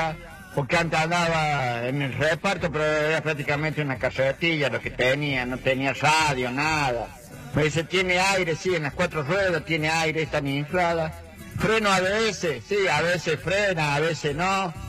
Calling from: Embalse, Córdoba, Argentina; acá le habla … de Embalse.

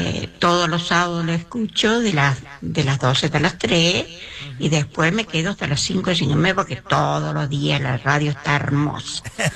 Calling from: Río Cuarto, Córdoba, Argentina; de Río Cuarto.

